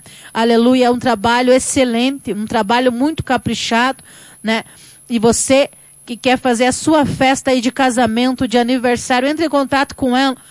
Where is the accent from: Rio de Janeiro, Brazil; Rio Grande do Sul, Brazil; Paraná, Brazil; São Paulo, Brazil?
Paraná, Brazil; Rio Azul; moved away; o povo de Rio Azul, que muitas das vezes me acompanha, que Deus venha abençoar a vida de cada um de vocês, a minha cidade natal